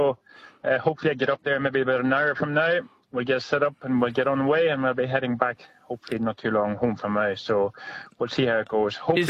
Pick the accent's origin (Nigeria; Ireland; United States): Ireland; moved away as an adult; Yeah, I came over here from Ireland with my family, my wife and two young kids, back in 2011.